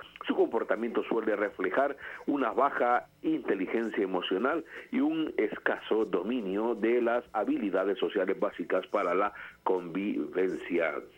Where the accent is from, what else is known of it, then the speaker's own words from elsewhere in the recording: Guarizama, Olancho, Honduras; Yo soy de Guarizama, entonces yo allá los de Guarizama somos así, pues no precisamente, ¿verdad?